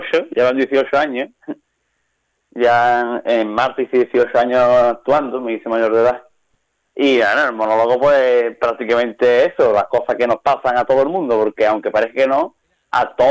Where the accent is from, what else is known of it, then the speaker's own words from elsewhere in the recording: Seville, Andalusia, Spain; que soy de Sevilla, donde más calor hace del mundo.